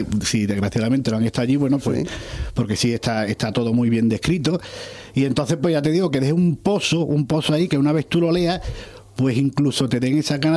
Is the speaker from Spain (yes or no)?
yes; Cádiz, Andalusia, Spain; Tiene toque de humor, porque yo soy un escritor gaditano y entonces no lo puedo remediar.